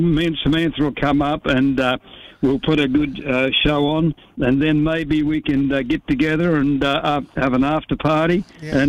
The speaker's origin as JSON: {"language": "English", "town": "Alice Springs", "region": "Northern Territory", "country": "Australia", "tie": "born or raised there", "said": "I went to school up there and everything. You know, all my schooling was done in Alice Springs."}